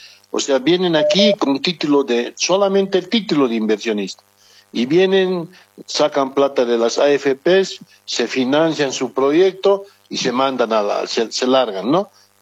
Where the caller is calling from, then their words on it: El Alto, La Paz, Bolivia; de la ciudad del Alto.